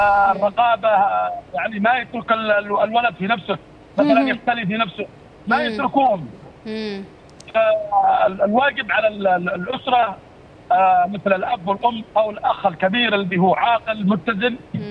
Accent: Aden, Yemen

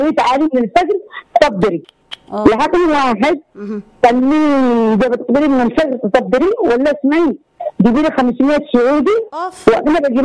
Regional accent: Yemen; احنا كعرب او كيمني

